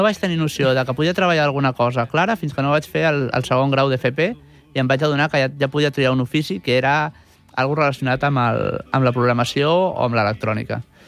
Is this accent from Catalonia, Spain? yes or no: yes; Barcelona, Catalonia, Spain; I ara jo faig molta més vida al meu barri de les Corts o baixo cap a Sants.